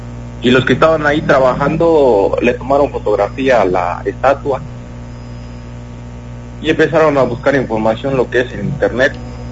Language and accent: Spanish; La Independencia, Chiapas, Mexico; yo soy originario aquí de la Independencia, Chiapas.